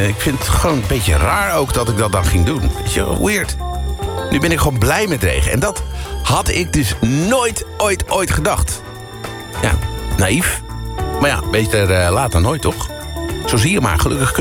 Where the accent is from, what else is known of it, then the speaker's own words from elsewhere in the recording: Netherlands; Heerlijk, zoals het hoort als echte Nederlander.